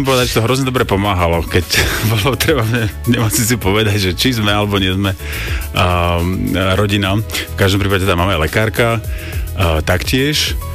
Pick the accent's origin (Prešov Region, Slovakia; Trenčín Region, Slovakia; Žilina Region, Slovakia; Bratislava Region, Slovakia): Trenčín Region, Slovakia; Prievidza; also born or lived in Handlová; pochádzam teda z Hornej Nitry, narodil som sa v Handlovej a vlastne som svoje detstvo, dospievanie prežil v Prievidzi.